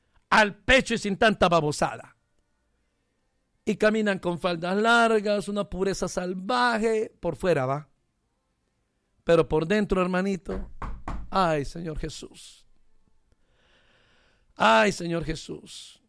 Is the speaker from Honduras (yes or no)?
yes; Honduras